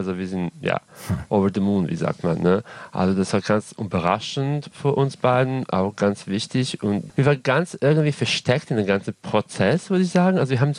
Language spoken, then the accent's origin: German; Serbia; German is a second language; now in Berlin, Germany; ich komme ursprünglich aus Serbien, das heißt Serbo-Kroatisch